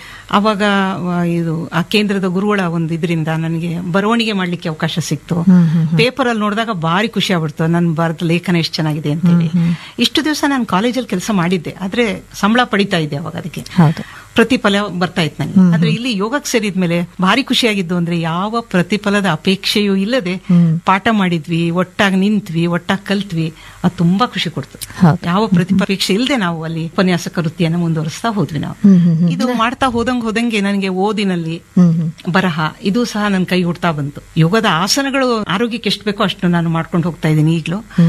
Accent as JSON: {"language": "Kannada", "town": "Chitradurga", "region": "Karnataka", "country": "India", "tie": "born or raised there", "lives_now": "Shivamogga, India"}